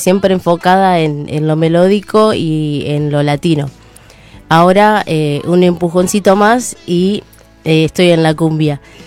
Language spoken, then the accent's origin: Spanish; Garín, Buenos Aires Province, Argentina; now in Don Torcuato, Argentina; yo soy de Garín. Ahora estoy viviendo en Don Torcuato